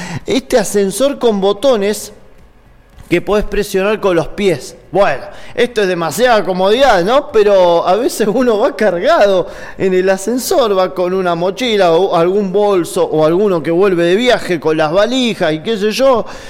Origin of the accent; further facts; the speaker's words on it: Argentina; Somos argentinos